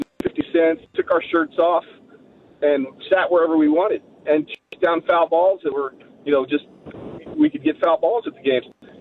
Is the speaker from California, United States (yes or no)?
yes; California, United States; I grew up in Southern California. High school was about 2 miles from Anaheim Stadium